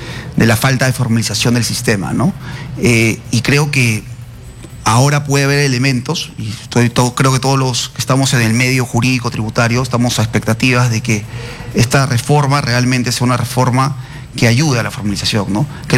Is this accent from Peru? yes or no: yes; Peru; Yo recaudo, me siento ciudadano peruano